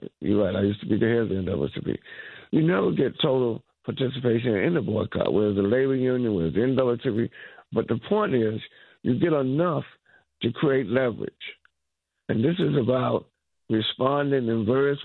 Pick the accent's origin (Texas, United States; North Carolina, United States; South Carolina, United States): North Carolina, United States; Oxford; I was standing up challenging racism in my hometown, Oxford, North Carolina, because I knew it wasn't right.